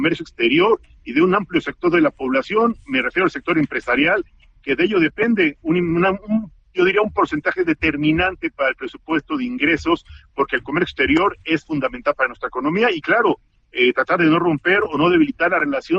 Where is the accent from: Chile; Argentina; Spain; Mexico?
Mexico; somos más los mexicanos que queremos un país en paz